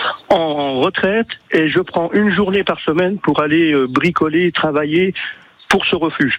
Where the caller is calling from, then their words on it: Grand Est, France; je suis de Lorraine.